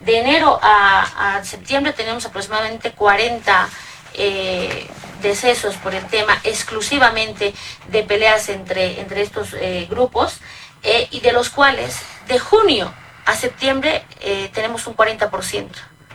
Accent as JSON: {"language": "Spanish", "country": "Bolivia", "said": "nos hacen quedar mal como Estado boliviano"}